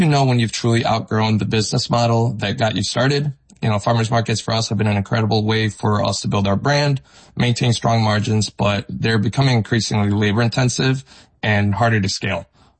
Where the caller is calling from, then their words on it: Chicago, Illinois, United States; I'm calling from Chicago, Illinois.